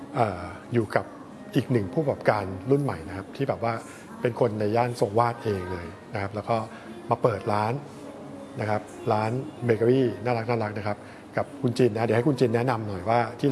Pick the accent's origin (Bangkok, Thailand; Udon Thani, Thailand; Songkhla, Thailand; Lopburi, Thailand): Bangkok, Thailand; เราเป็นคนที่เกิดและโตที่นี่เนาะแล้วเราก็มีธุรกิจอยู่ที่นี่ด้วย